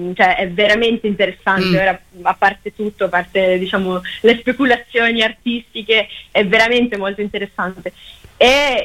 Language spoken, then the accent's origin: Italian; Sardinia, Italy; io sono sarda, quindi arrivo da una comunità matriarcale